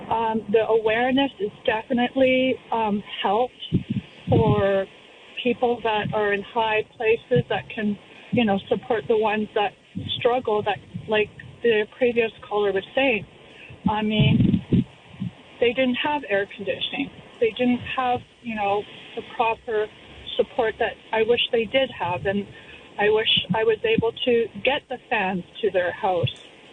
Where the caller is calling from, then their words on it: Comox, British Columbia, Canada; I'm calling from Comox, BC